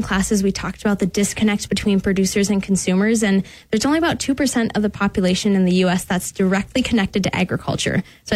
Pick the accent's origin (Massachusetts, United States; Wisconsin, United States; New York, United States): Wisconsin, United States; Port Washington; I am originally from Port Washington, Wisconsin. So if you went any more east, you'd be living in the lake